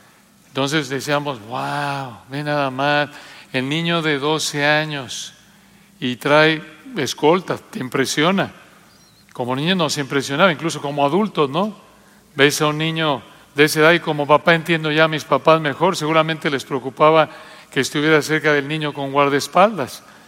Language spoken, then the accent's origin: Spanish; Mexico City, Mexico; Cuando era niño, yo recuerdo allá en la Ciudad de México, los compañeros en la escuela